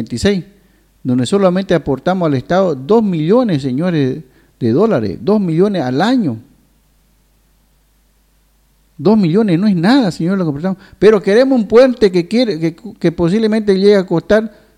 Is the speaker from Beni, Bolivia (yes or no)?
yes; Beni, Bolivia